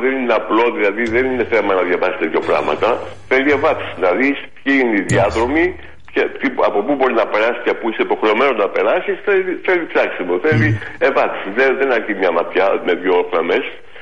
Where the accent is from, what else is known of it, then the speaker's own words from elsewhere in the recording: France; Αφού το έδωσα εξετάσεις, κυρία μου, και από δημοτικό μέχρι πανεπιστήμιο στη Γαλλία σπούδασα.